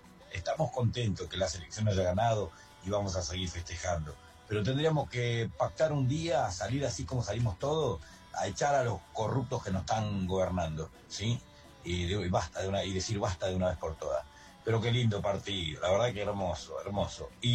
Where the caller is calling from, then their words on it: Guernica, Buenos Aires Province, Argentina; por acá por mi barrio, soy de Guernica